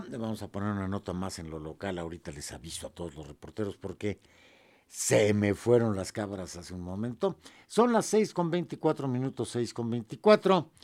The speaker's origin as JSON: {"language": "Spanish", "country": "Mexico", "said": "yo soy Pueblo de México, ¿eh? Toco en la guitarra música popular, me gusta la comida popular, y pueblo este país, y trabajo en este país, pago impuestos en este país"}